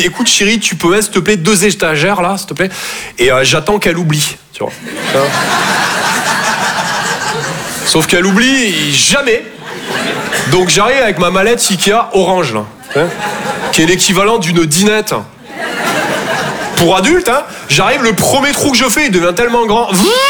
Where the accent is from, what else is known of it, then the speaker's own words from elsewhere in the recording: Toulouse, Occitanie, France; moved away; Je viens de Toulouse, à la base. Ouais, ça s'entend un peu, ouais. Bah, mon accent, c'est vraiment comme mon sexe, je sors que quand je suis en confiance.